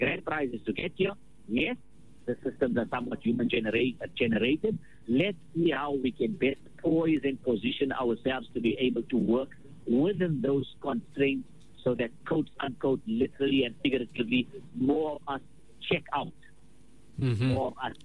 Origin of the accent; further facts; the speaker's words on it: South Africa; as South African Hujjaj